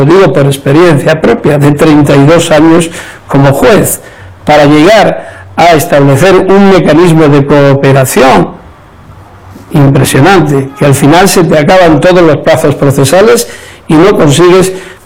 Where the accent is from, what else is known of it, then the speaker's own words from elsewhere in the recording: Spain; En mi país, en España, cualquier juez o fiscal puede salir de su carrera judicial